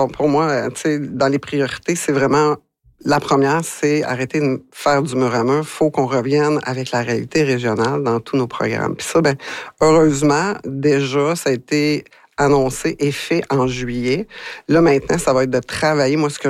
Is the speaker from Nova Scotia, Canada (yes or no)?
no; Val-d'Or, Quebec, Canada; une fille de l'Abitibi depuis toujours. Je suis née à Val-d'Or. Je me suis construite à Val-d'Or, comme je le dis à tous les jours. J'ai fait ma carrière à Val-d'Or. Je suis vraiment une fille d'ici